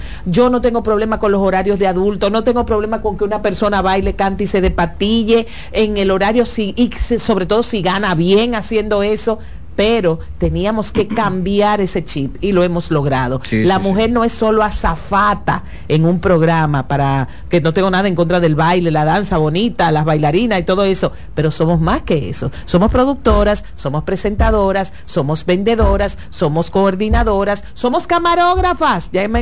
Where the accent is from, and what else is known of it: Dominican Republic